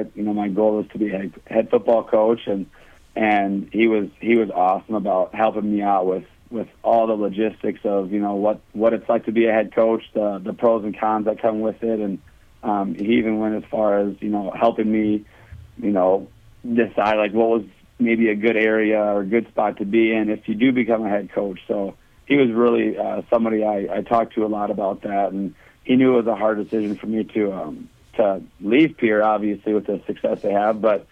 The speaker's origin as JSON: {"language": "English", "town": "Groton", "region": "South Dakota", "country": "United States", "tie": "born or raised there", "also_born_or_lived": "Pierre, South Dakota", "said": "I grew up in Groton, South Dakota, right by Aberdeen."}